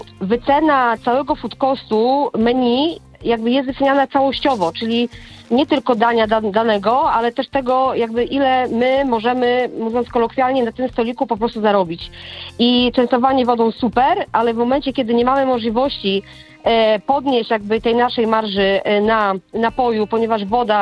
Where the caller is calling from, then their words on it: Poznań, Greater Poland Voivodeship, Poland; ja jestem z Poznania